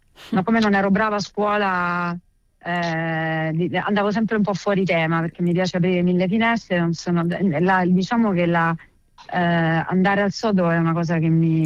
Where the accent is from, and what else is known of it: Rome, Lazio, Italy